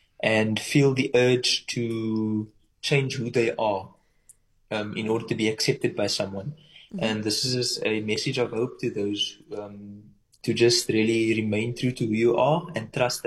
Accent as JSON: {"language": "English", "town": "Somerset West", "region": "Western Cape", "country": "South Africa", "said": "So I am from Somerset West. So it's a town that is close to Cape Town."}